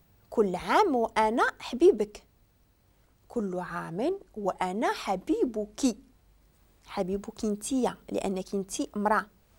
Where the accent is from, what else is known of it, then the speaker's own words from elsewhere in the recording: Morocco; وزمان الا تعقلوا ان في العائلات ديال عندنا في المغرب كتكون لا بدا شي مراه كنعيطوا ليها حبيبتي